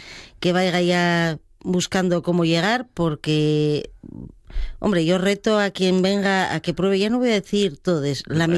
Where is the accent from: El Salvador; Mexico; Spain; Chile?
Spain; Asturias; decir que soy asturiana